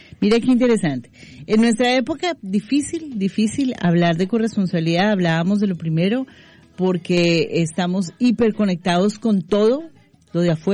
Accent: Colombia

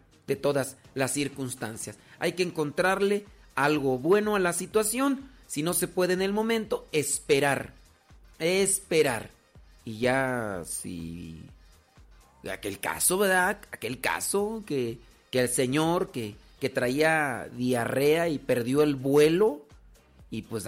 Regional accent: San Bartolito, Mexico; Pues soy de San Bartolito

